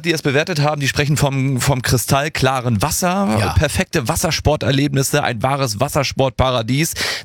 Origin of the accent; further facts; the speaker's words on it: Ratzeburg, Schleswig-Holstein, Germany; Es geht um den Ratzeburger See. Liebe Grüße in meine Heimatstadt.